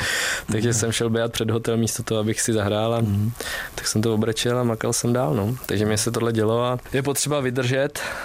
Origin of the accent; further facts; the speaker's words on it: Vysočina Region, Czechia; Ty kopce, co jsem vybíhal u nás na Vysočině, už jsou pase.